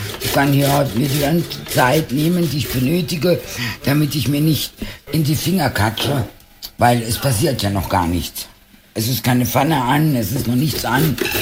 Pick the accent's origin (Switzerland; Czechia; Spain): Spain; Aber es wäre, glaube ich, als Spanierin auch schwierig zu sagen, man mag keine Oliven.